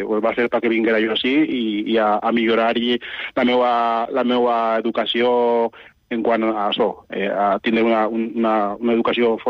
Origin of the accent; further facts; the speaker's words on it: Equatorial Guinea; now in Ontinyent, Spain; jo vaig néixer, com has dit, en Guinea Equatorial. És un país que va ser, de fet, colònia espanyola.